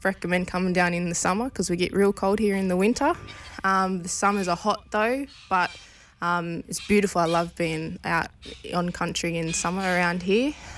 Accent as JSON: {"language": "English", "town": "Griffith", "region": "New South Wales", "country": "Australia", "tie": "born or raised there", "said": "But it's just kind of being around your mob and connected with your mob that my fondest memories of growing up in Griffith is."}